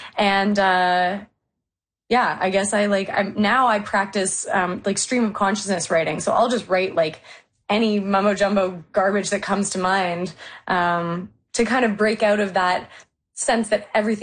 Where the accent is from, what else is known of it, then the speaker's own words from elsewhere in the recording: Vancouver, British Columbia, Canada; I grew up in Vancouver, and I was lucky enough to live in Kitsilano. I grew up in like a hippy-dippy co-op, and I was really close to Kits Beach.